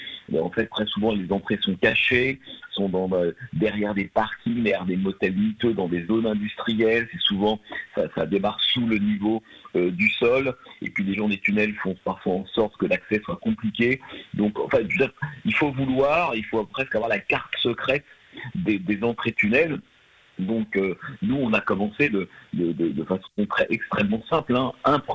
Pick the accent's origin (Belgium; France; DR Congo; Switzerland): France